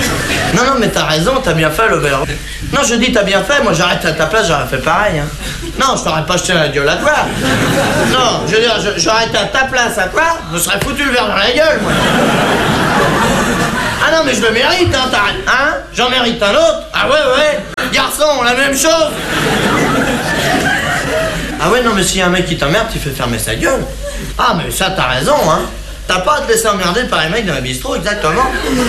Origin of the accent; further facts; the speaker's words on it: France; Les Français, c'est des cons, ouais, ben je suis bien placé, hein, je suis français.